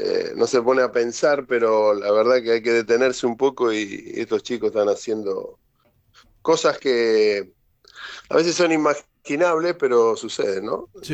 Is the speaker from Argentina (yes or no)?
yes; Argentina